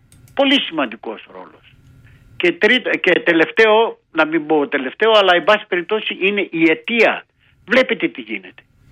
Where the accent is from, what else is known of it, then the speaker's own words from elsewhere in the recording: Kilkis, Central Macedonia, Greece; now in Athens, Greece; Είμαι στο χωριό μου, στο Κλικής, λέγεται Ειρηνικό το χωριό.